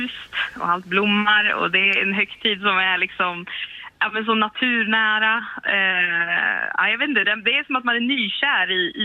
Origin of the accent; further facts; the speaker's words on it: Slätta, Sweden; Så hemma i Slätta, där jag kommer ifrån, så har vi ett kompisgäng